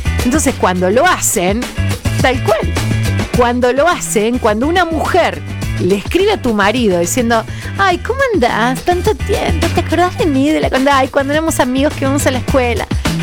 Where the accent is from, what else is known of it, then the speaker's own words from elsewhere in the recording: Punta Alta, Buenos Aires Province, Argentina; Punta Alta, sí.